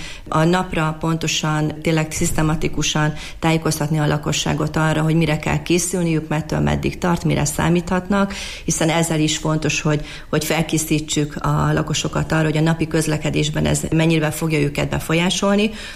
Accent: Miskolc, Borsod-Abaúj-Zemplén, Hungary; törzsikeres miskolciként

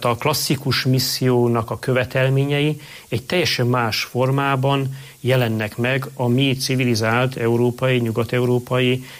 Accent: Satu Mare County, Romania; moved away; Romániában születtem, Erdélybe, Szatmár vidékén

